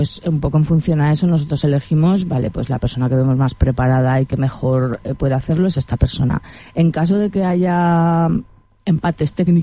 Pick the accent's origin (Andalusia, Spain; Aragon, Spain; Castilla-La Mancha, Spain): Aragon, Spain; Monreal del Campo; born or raised there